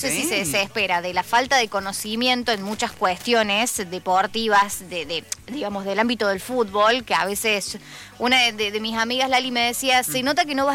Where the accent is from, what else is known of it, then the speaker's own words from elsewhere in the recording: Argentina; seamos unidos como argentinos.